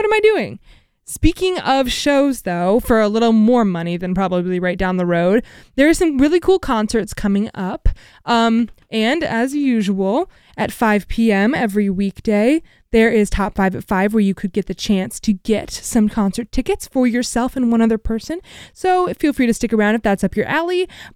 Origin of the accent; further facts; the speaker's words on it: Ann Arbor, Michigan, United States; now in East Lansing, United States; I'm from the Ann Arbor area